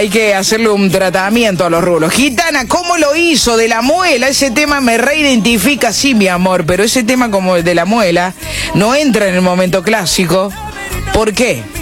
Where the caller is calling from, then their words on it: Benito Juárez, Buenos Aires Province, Argentina; de Benito Juárez, provincia de Buenos Aires.